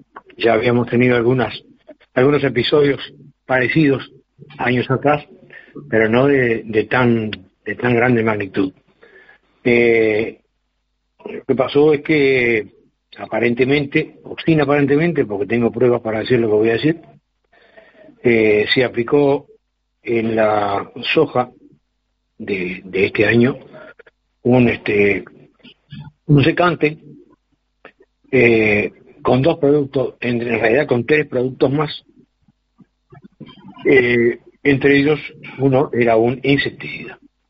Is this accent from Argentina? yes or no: no; Colonia, Uruguay; Yo soy de Hombre de la Valle, departamento de Colonia, una zona muy agrícola